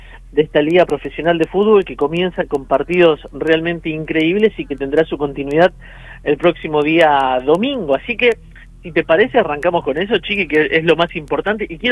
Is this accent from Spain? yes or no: no; Santa Cruz, Argentina